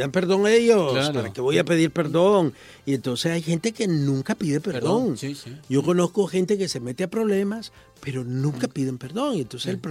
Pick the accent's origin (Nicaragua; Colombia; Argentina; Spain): Nicaragua; born there; yo soy nacido también en Nicaragua